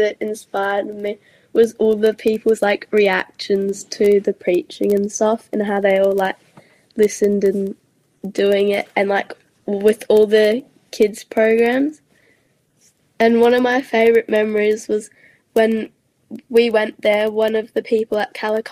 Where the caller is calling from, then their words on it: Currumbong, New South Wales, Australia; I'm in New South Wales in like Currumbong.